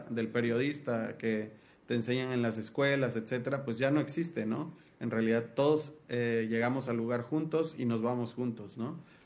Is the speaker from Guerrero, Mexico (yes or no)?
no; Veracruz, Mexico; En el caso de Veracruz, de donde yo soy, solo el 31% de los casos tiene culpables en la cárcel.